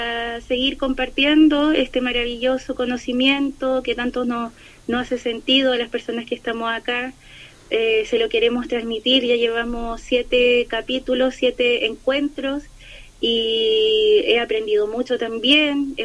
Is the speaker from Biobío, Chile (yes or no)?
yes; Concepción, Biobío, Chile; moved away as an adult; now in Arica, Chile; Actualmente soy de Concepción, pero actualmente me encuentro en Arica